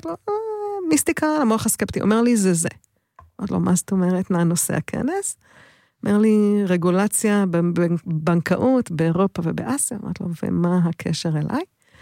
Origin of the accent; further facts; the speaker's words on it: Geneva, Switzerland; also born or lived in Cyprus; אני גדלתי בחול, אבי היה דיפלומט, גדלתי בקנב ובקפריסין, ואנגלית היא כמו שפת אם עבורי